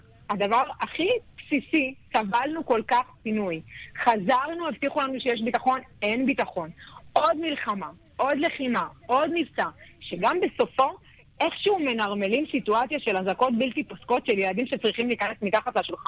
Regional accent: Kiryat Shmona, Northern District, Israel; אני נולדתי וגדלתי בקריית שמונה, ואני מחוברת לעיר ומחוברת לתושבים שלה.

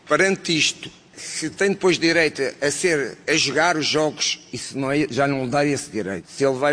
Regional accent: Portugal; Sou português, amo o meu país.

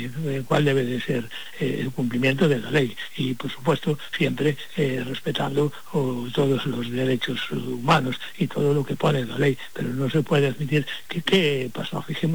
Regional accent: Spain; como español y como europeo

